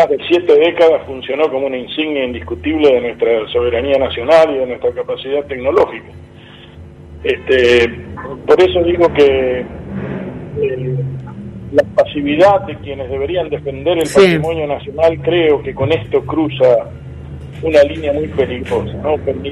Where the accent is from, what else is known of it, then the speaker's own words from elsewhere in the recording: Argentina; hemos ganado como los argentinos